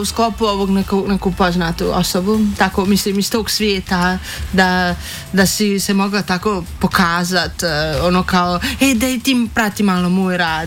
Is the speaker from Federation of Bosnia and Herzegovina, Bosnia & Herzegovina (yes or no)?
yes; Tuzla, Federation of Bosnia and Herzegovina, Bosnia & Herzegovina; born there; ja znamo sam rođena odakle, u Tuzli.